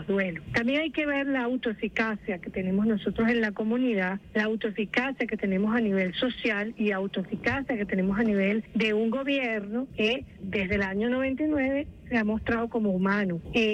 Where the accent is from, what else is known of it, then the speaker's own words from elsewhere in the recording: Venezuela; La esperanza es parte, yo creo, de lo que nos define como venezolanas y venezolanos